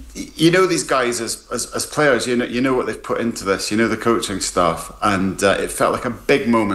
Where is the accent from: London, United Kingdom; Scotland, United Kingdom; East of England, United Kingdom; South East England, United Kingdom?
Scotland, United Kingdom; I'm a Scotsman, but even my sort of cold Scottish heart was a little bit moved